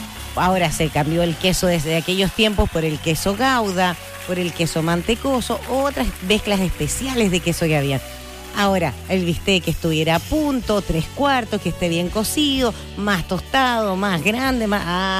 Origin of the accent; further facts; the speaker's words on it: Chile; los chilenos somos buenos para inventar cosas